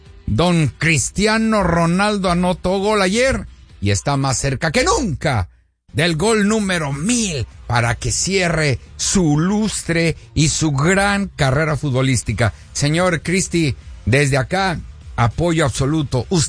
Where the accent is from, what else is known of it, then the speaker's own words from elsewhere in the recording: Mexico; Yo sí soy 100% mexicano. Yo tengo sangre mexicana y nací en México.